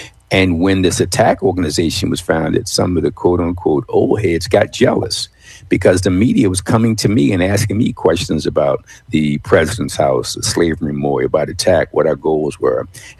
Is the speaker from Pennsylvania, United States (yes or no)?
yes; Philadelphia, Pennsylvania, United States; when I came here back to Philly, born and raised in Philly